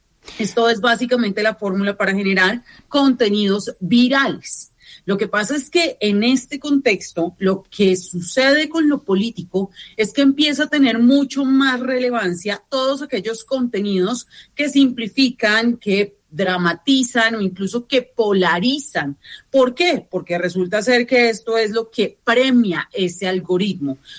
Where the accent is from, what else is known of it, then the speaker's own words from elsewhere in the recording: Colombia; somos los colombianos